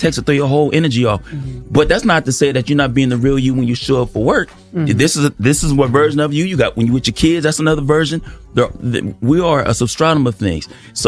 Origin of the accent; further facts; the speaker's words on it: Los Angeles, California, United States; LA. I'm from South Central LA.